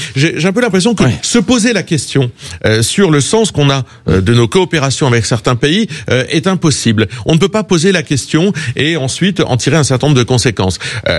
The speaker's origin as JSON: {"language": "French", "region": "Hauts-de-France", "country": "France", "tie": "born there", "said": "Je suis nordiste et picard de naissance"}